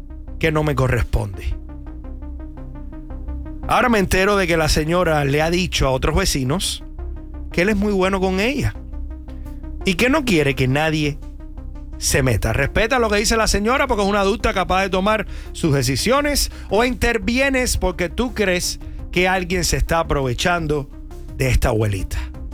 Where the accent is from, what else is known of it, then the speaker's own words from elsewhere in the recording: Cuba; Ese era puertorriqueño, por eso yo digo el 10%. Tú sabes que esa tierra la quiero, aunque soy cubano y siempre voy a representar Cuba por delante de todo.